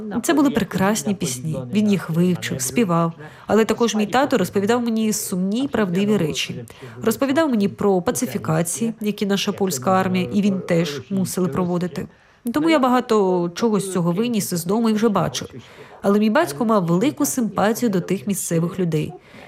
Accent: Kraków, Lesser Poland, Poland; born there; Ukrainian is a second language; Мій батько – кракус, ми родом з Кракова.

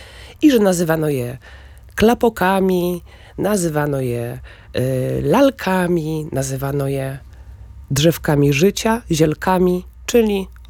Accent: Lower Silesian Voivodeship, Poland; born there; moved away; urodziłam się na Dolnym Śląsku, więc moi dziadkowie wszyscy przyjechali w tamto miejsce z zupełnie innych miejsc.

